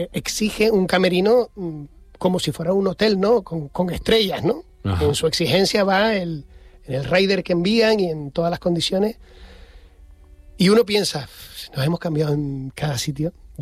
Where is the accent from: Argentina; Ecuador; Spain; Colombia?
Spain; Los Realejos, Canary Islands; soy del pueblo que está recogido en el libro Guinness de los récords como el municipio más fiestero de España. Los Realejos tiene 82 fiestas.